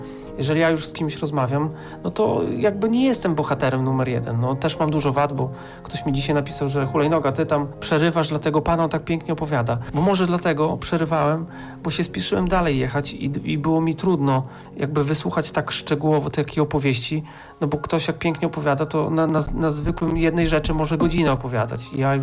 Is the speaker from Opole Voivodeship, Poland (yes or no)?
no; Mońki, Podlaskie Voivodeship, Poland; jestem z Moniek, z takiej małej miejscowości